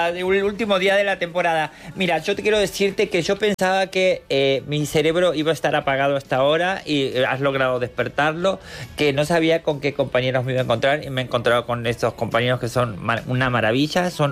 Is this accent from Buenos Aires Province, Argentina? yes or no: no; Rosario, Santa Fe, Argentina; Y nosotros en Rosario, que es la tierra de donde vengo, tiene un río y este juego de los troncos lo hacíamos.